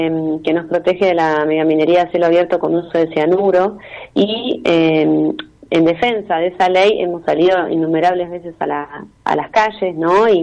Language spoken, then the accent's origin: Spanish; Buenos Aires, Argentina; born there; moved away as an adult; now in Esquel, Argentina; Yo nací en Buenos Aires y hace 16 años me vine a vivir a la Patagonia, en Esquel. Estoy viviendo en Esquel, Chubut, en la zona cordillerana de la provincia.